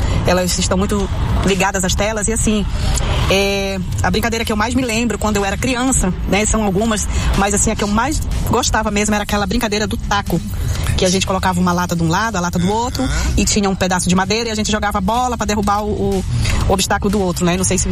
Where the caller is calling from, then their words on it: Santarém, Pará, Brazil; Sou aqui de Santarém, do Pará.